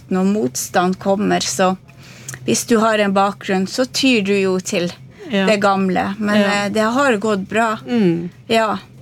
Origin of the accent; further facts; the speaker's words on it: Northern Norway, Norway; moved away as an adult; now in Våler, Norway; Ja, jeg kan si det at som dere hører på dialekten, så er jeg en dame fra Nord-Norge.